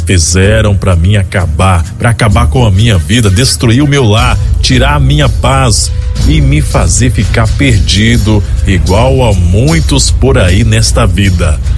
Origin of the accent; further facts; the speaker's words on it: Sete Lagoas, Minas Gerais, Brazil; sou da cidade de Sete Lagoas, aqui em Minas Gerais.